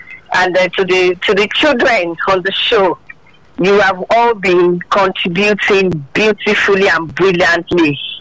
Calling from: Magboro, Ogun, Nigeria; This is Dr. … I'm calling from Magboro.

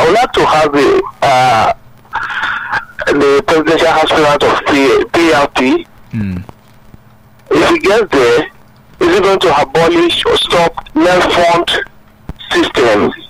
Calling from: Lagos, Nigeria; I'm calling from Fagba.

